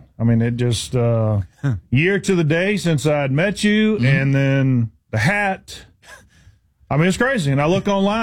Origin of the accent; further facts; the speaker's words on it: Chapin, South Carolina, United States; I am from Chapin, South Carolina.